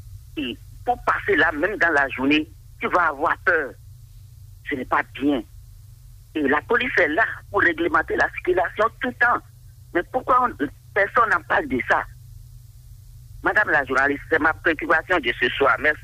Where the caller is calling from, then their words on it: Benin; Je vous appelle de Ferrier.